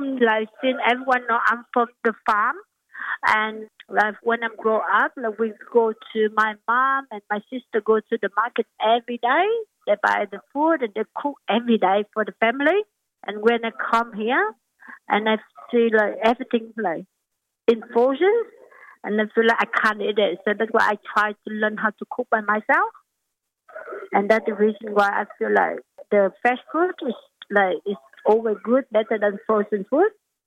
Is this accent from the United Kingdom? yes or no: no; Vietnam; English is a second language; moved away as an adult; now in Australia; Yeah, I'm from Vietnam, so I've been here 2011 with overseas students, and I'm studying accounting, the master degree in Griffith University